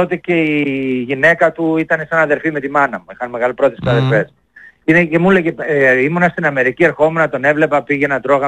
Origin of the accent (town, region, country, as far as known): Greece